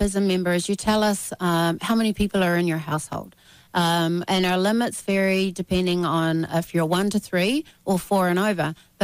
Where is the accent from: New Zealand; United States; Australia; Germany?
New Zealand; So growing up in New Zealand, I had this love for good, healthy food from the source.